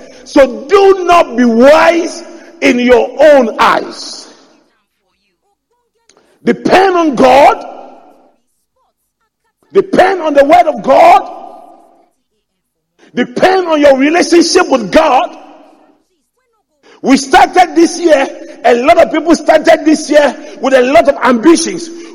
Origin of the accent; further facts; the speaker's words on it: Accra, Greater Accra, Ghana; I grew up in Adabraka, opposite the mosque.